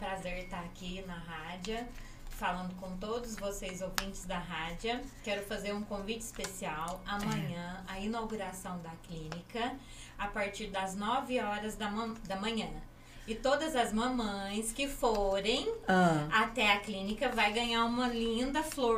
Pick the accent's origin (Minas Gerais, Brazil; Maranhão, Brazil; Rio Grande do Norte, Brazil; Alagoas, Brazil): Minas Gerais, Brazil; São Sebastião do Paraíso; moved away as an adult; now in Carmo do Rio Claro, Brazil; sou de São Sebastião do Paraíso.